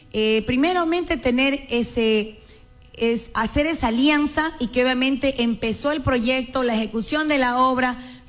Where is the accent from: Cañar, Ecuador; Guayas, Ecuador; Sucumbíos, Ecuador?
Cañar, Ecuador; La Troncal; yo amo mi Troncal porque esta es mi tierra. A veces me ha tocado irme fuera del país